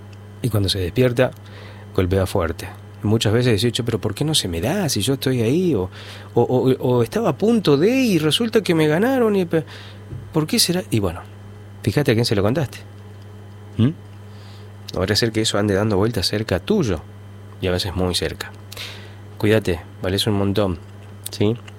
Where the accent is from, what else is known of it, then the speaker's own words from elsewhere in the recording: Argentina; Uno como argentino